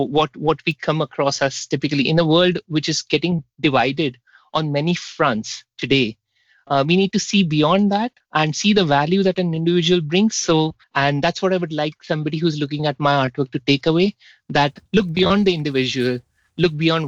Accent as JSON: {"language": "English", "region": "Maharashtra", "country": "India", "moved": "yes", "lives_now": "Milton Keynes, United Kingdom", "said": "So I've specifically chosen certain art forms which do not even belong to my home state in India. So I belong to a state called Maharashtra and it has got a very vibrant art form called Warli."}